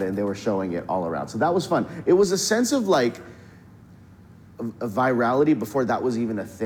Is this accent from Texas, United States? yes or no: yes; Dallas, Texas, United States; We grew up in Oak Cliff.